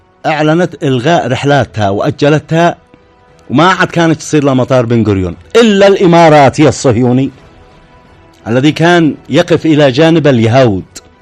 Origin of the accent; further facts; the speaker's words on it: Yemen; بلادنا اليمن